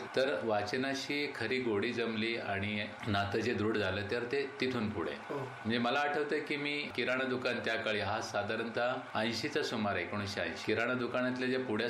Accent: Kasar Pimpalgaon, Maharashtra, India; born or raised there; also born or lived in Varur Shevgaon / Ahmednagar

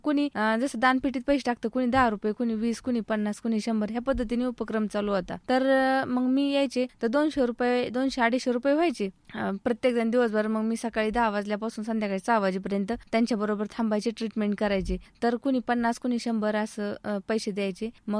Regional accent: Maharashtra, India; moved away as an adult; now in Ahmednagar, India; राहणार बिळद, पाण्याची टाकी. पण आता सध्या मी 4 वर्षापासून नगरला राहायला आले, पाईपलाईन रोड वाणीनगर इथे.

